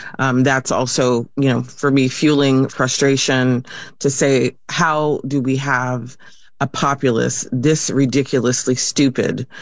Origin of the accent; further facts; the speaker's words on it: United States; as the American people